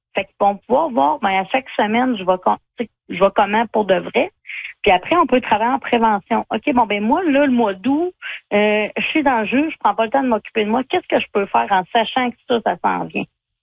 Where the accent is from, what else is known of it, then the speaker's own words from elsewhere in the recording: La Pocatière, Quebec, Canada; Dans le fond, moi, je viens du Bas-Saint-Laurent, la Pocatière, très agricole. Donc, mes grands-parents avaient une ferme.